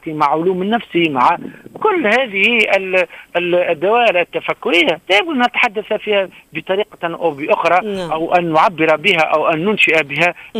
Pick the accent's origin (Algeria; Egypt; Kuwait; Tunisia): Tunisia